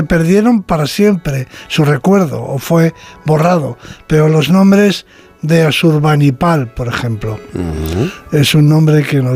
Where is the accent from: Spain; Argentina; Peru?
Spain; Me confirma en lo que siempre he pensado, de que somos los españoles un puebl